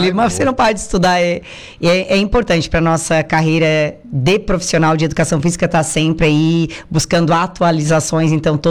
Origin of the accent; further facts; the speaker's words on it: Sombrio, Santa Catarina, Brazil; moved away as an adult; now in Araranguá, Brazil; Eu tava lá na equipe de Sombrio. Eu passei a minha infância no município de Sombrio, que é um município maravilhoso, um município incrível, que investe muito no esporte.